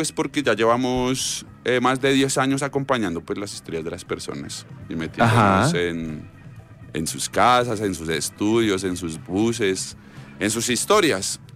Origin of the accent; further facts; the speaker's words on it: Bogotá, Colombia; moved away; Yo siento que soy más colombiano, siento que soy más rolo allá. Ay. Que allá caigo en cuenta de todo lo que soy, consecuencia de mi ciudad